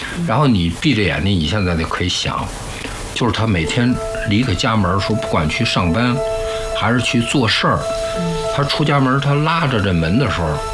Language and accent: Chinese; China; 作为中国人